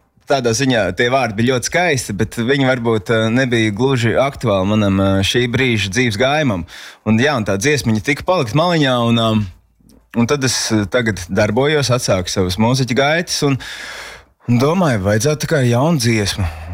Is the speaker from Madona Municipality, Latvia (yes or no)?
no; Tukums, Tukums Municipality, Latvia; Nu, es esmu audzis tukumā. Esmu izmācījies fantastiskais tukuma skoliņās